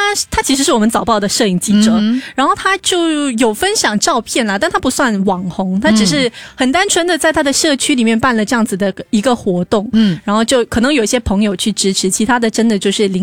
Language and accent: Chinese; Singapore; 我们新加坡人